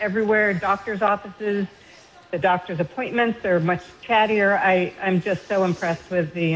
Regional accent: Pittsburgh, Pennsylvania, United States; also born or lived in Michigan / North Shore, Massachusetts; now in Warwick, United States; I'm originally from Pittsburgh, lived in Michigan for many years, and then the North Shore, Mass.

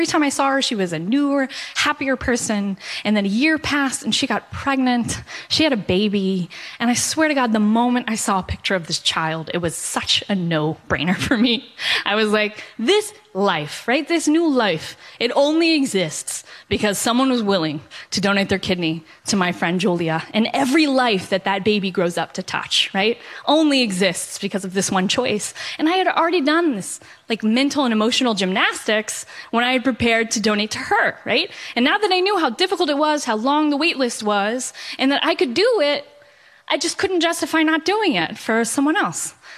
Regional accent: Texas, United States; I'm from the South, right? The storytelling. Texas, right?

